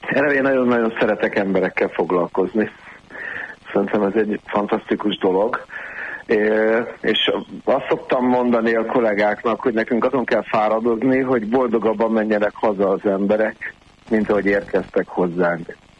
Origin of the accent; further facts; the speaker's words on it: Budapest, Hungary; de a Murisimont körtér mellett nőttem fel